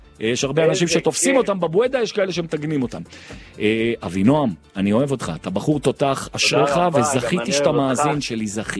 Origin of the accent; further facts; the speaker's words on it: Jerusalem, Jerusalem District, Israel; אני ירושלמי, בלב ובנפש.